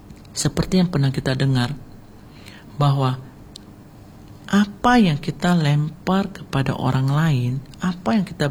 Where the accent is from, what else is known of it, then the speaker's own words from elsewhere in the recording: Indonesia; born there; Kita sangat bahagia lahir di Indonesia yang mempunyai dasar nilai Pancasila, dan kita sebagai umat Buddha yang memiliki dasar moralitas yaitu Pancasila Buddhis.